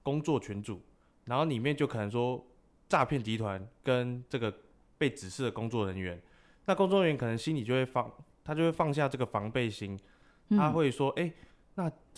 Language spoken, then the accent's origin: Chinese; Taitung County, Taiwan; 我是台东人。